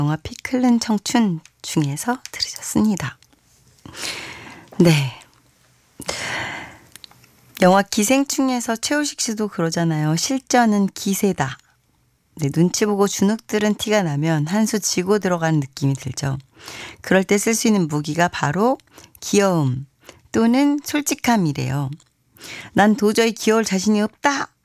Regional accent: Seoul, South Korea; 저는 서울이에요.

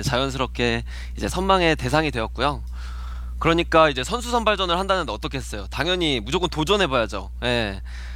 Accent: Gwangyang, South Jeolla, South Korea; 눈도 잘안 내리는 전라남도 광양이 제 고향이거든요.

